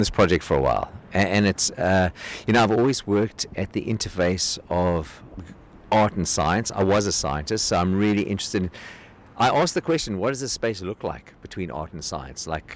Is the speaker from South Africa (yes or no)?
yes; South Africa; As a South African artist, like many of my attributes, Jewish, South African, I grew up under apartheid